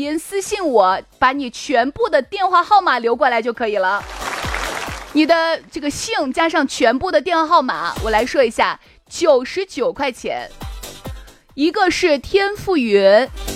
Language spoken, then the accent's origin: Chinese; Shaanxi, China; 反正对于我们陕西人来说